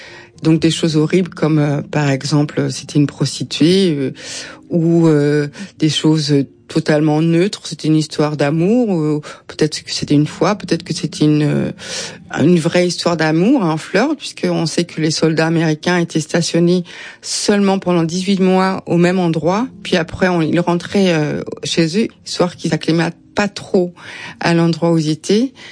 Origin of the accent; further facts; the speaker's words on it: France; accent: French; J'ai un peu honte de mon accent de française. Par contre, si vous me mettez en pleine campagne au Vietnam, je me débrouille très très bien.